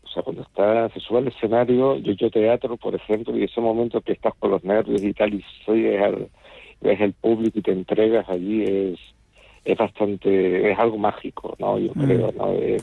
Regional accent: Canary Islands, Spain

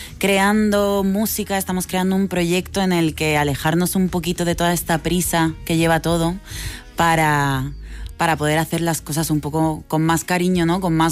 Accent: Madrid, Community of Madrid, Spain; born there; yo soy de aquí, un poco mezclada también, que mis padres, padre y madre, de Sevilla y de Jaén. Yo nací en Madrid, pero estuve en un colegio francés. Bueno, yo tengo una mezcla.

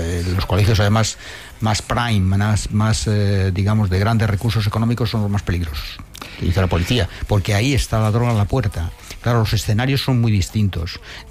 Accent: Madrid, Community of Madrid, Spain; los años 60, 70, de mi infancia, era un riesgo en Chamberí jugando las chapas. Esto era lo que yo hacía.

